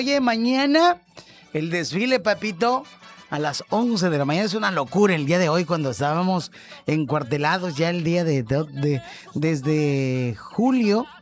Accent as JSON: {"language": "Spanish", "country": "Mexico", "said": "Es una bonita experiencia como mexicano."}